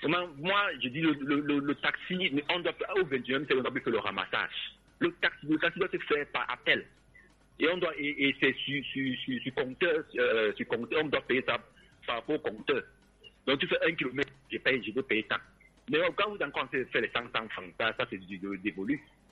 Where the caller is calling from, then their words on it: Mokolo, Far North, Cameroon; je vous appelle depuis Mokolo.